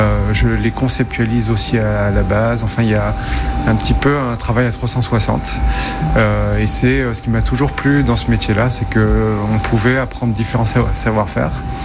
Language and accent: French; Ajaccio, Corsica, France; moved away as an adult; also born or lived in London / Paris; now in Bocognano, France; Je suis né à Ajaccio, j'ai grandi là-bas. Je suis parti pas mal d'années ensuite à Londres et Paris pour faire mes études et ensuite travailler dans le milieu de la mode. Je suis rentré en 2016 ici